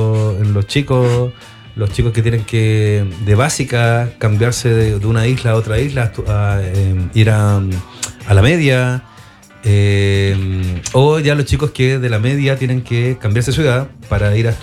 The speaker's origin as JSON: {"language": "Spanish", "town": "Santiago", "region": "Santiago Metropolitan Region", "country": "Chile", "tie": "born or raised there", "also_born_or_lived": "Valparaíso", "said": "Yo nací y crecí en Santiago y me fui a estudiar a Valparaíso, saliendo de cuarto medio. Y también pues yo estuve 8 años en Valparaíso"}